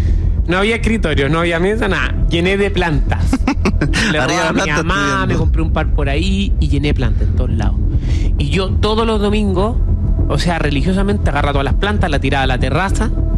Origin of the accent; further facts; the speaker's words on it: San Fernando, O'Higgins, Chile; yo soy de San Fernando. Era un colegio de campo. De hecho, mi colegio quedaba en la mitad de un campo.